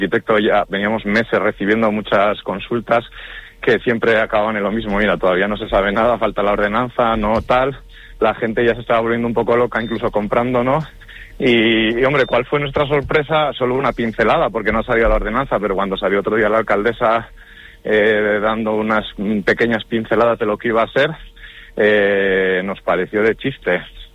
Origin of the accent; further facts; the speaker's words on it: Vitoria-Gasteiz, Basque Country, Spain; No estoy en Zabalgana porque yo soy de la zona centro y mira, me pilla desmano, la verdad. Yo soy más de Judimendi, Arana, todos estos barrios más céntricos